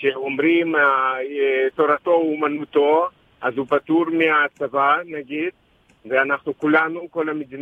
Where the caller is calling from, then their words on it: Petah Tikva, Central District, Israel; מפתח תקווה